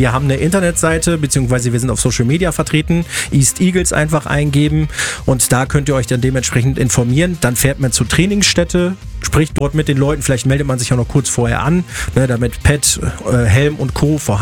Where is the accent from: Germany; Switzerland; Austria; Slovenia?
Germany; wir als Deutsche